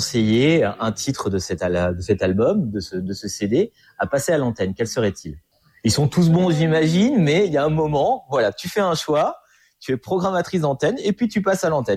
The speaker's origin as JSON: {"language": "French", "region": "Brittany", "country": "France", "said": "Je suis breton d'origine, donc je suis un peu chauvin aussi."}